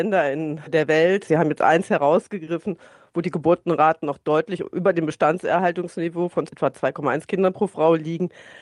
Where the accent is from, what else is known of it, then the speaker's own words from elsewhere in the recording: Berlin, Germany; ich komme aus Berlin